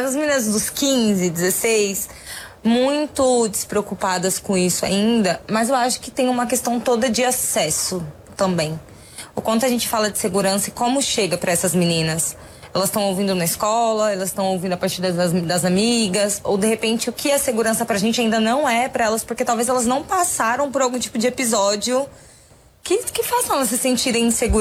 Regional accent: São Paulo, Brazil; Não, gente, mas não, porque eu sou de São Paulo, né?

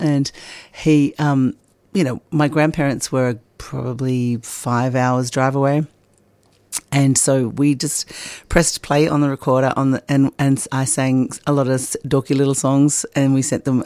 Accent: Hay, New South Wales, Australia; So I'm from Hay, New South Wales.

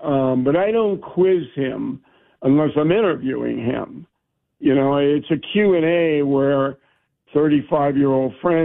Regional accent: Levittown, New York, United States; I'm from Levittown. I'm an American.

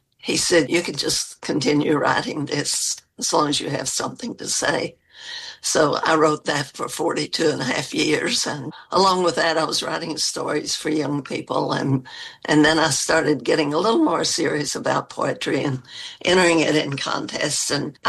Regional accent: Oak Ridge, Tennessee, United States; also born or lived in Grant Town, West Virginia / southeastern Kentucky; now in East Tennessee, United States; So I grew up in Oak Ridge in Tennessee, though, because during the war, my dad was hired to work in one of the nuclear facilities. And so we came to Oak Ridge when I was six

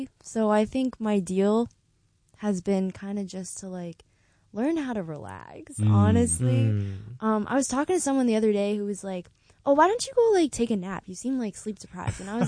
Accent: Long Island, New York, United States; I'm from Long Island, by the way.

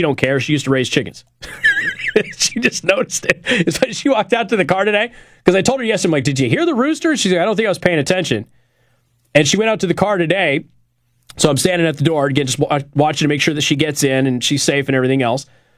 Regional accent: West, United States; Although I'm from the West. If you walk on somebody's lawn in the West, you can get shot to death. And it's actually a bit of a culture shock for those of us who are from the West and Southwest

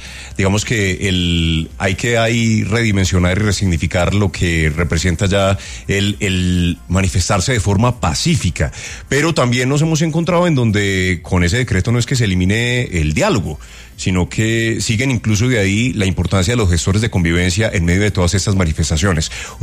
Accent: Colombia; Claro, es que como colombianos tenemos

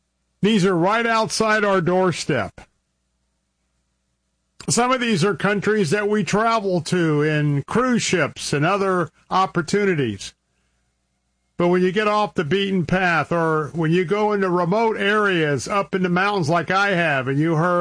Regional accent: Tampa, Florida, United States; broadcasting all across Central Florida from our studios here in Tampa, my hometown.

